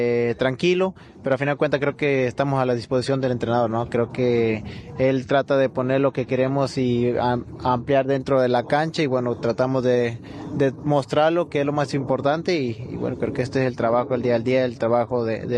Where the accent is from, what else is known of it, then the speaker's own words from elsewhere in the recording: Mexico; realmente somos muy pocos mexicanos con ese gran nivel